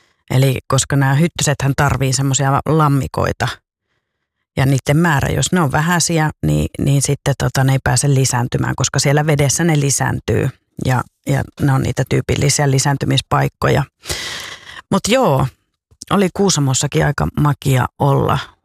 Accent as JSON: {"language": "Finnish", "region": "North Ostrobothnia", "country": "Finland", "tie": "born or raised there", "said": "No mä oon Pohjois-Pohjanmaalta itse kotoisin, niin se on sääski."}